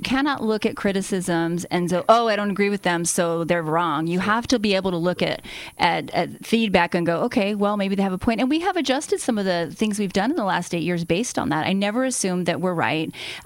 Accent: New Mexico, United States; I'm from the South

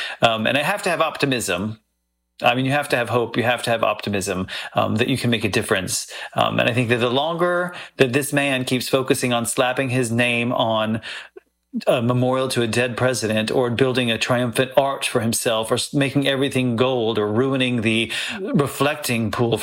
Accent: Indiana, United States; they were married in my hometown church in central Indiana.

